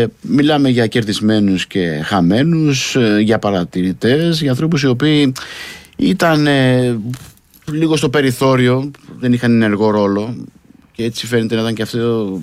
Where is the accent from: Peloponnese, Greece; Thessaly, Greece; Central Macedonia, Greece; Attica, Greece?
Attica, Greece; Piraeus; Λοιπόν, και αρχηγέ, να σας πω ότι εγώ είμαι από τον Πειραιά.